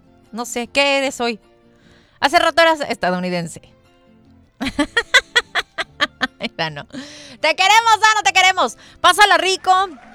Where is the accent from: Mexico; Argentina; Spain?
Mexico; somos mexicanos teniendo una noche en nuestro país, comiendo comida mexicana y vistiéndonos de mexicanos, porque eso somos.